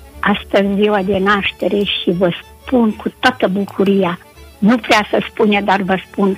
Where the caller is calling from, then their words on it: Maieru, Bistrița-Năsăud, Romania; Dumnezeu să ne ajute. … de la Maieru.